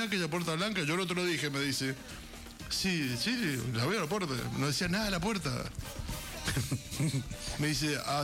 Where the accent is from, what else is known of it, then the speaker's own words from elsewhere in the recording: Mendoza, Argentina; soy periodista de Mendoza, acá tengo los vuelos, tengo los pasajes, yo no sabía que el pasaporte demoraba tanto, vengo de Mendoza, sí.